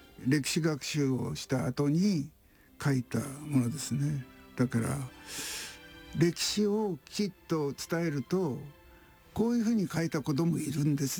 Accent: Yamagata, Japan; 僕はあの小さい時に山形県で育ったんですが、シベリアからね僕の町に3人を帰ってきたんですよね。

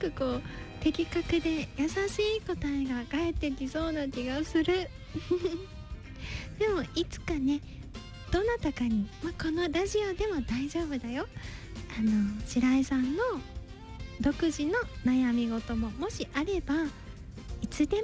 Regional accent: Tokushima, Japan; 私は徳島出身なんだけど、まあやっぱ地方の人はねとか言われる

